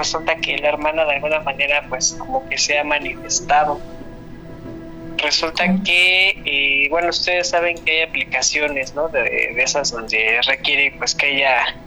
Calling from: Mexico City, Mexico; De acá, de Tlalpan.

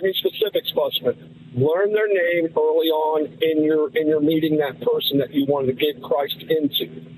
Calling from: Dayton, Ohio, United States; we have the same father, live in the same region of Ohio, the Dayton area.

